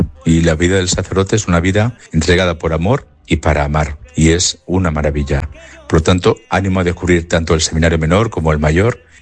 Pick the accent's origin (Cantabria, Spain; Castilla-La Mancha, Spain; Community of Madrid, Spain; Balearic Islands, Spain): Castilla-La Mancha, Spain; Cózar; Soy natural de Cózar.